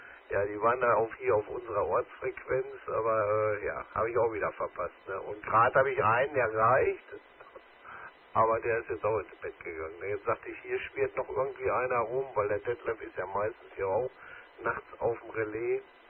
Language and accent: German; Dortmund, North Rhine-Westphalia, Germany; Ich bin, wie gesagt, gebürtiger Dortmunder. Und obwohl ich die meiste Zeit in meinem Leben, seit meinem 18. Lebensjahr, ich nur auf Montage bin